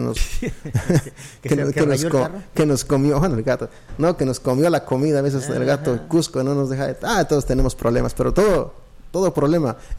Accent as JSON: {"language": "Spanish", "country": "United States", "said": "yo como soy americano sí tengo ese problema para distinguir la raza."}